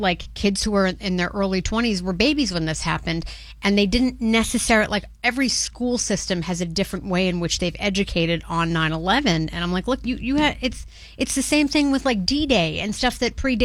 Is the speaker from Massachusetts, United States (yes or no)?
yes; Swampscott, Massachusetts, United States; my hometown of Swampscott